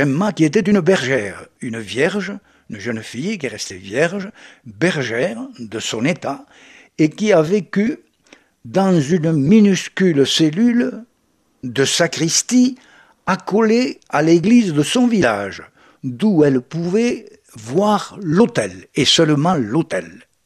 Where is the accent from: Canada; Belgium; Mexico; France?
France; Nouvelle-Aquitaine; chez nous, en Poitou